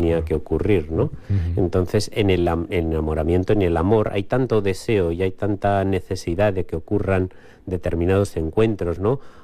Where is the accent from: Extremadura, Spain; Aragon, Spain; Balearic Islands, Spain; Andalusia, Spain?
Aragon, Spain; Huesca; Cuando yo salía aquí en mi adolescencia en Huesca, bueno, eso a finales de los 80, pues yo tendría 18, 20 años.